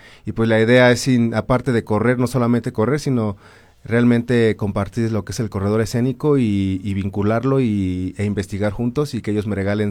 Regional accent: Pachuca, Hidalgo, Mexico; Soy de aquí de Pachuca, Hidalgo

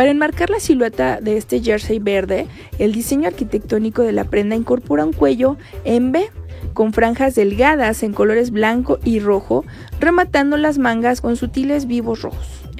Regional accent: Mexico; aquí somos y somos mexicanos, ¿no?

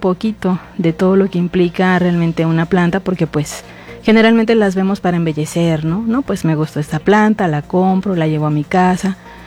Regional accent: Acapulco, Guerrero, Mexico; moved away as an adult; Yo soy originaria de Acapulco, del puerto de Acapulco, allá en Guerrero.

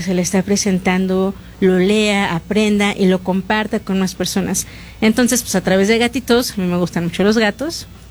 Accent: Tlaxcala, Mexico; Yo todavía soy de la radio, entonces yo soy de Tlaxcala, pongo la radio local

